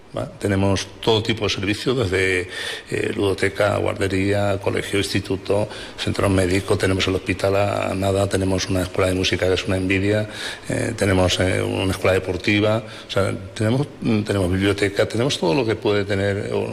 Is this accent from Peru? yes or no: no; El Provencio, Castilla-La Mancha, Spain; muy orgulloso de estar en mi pueblo, de ser alcalde en el Provencio